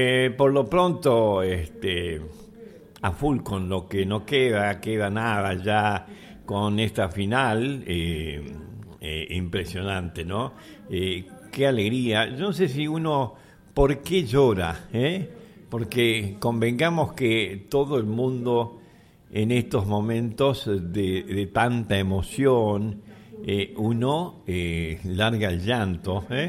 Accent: Argentina; porque somos argentinos

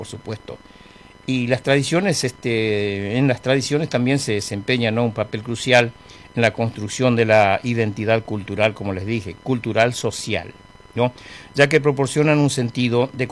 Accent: Presidencia de la Plaza, Chaco, Argentina; Ayer fue el cumpleaños de mi pueblo, Presidencia de la Plaza

